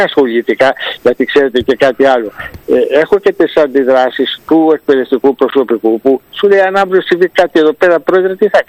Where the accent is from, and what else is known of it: Kypseli, Greece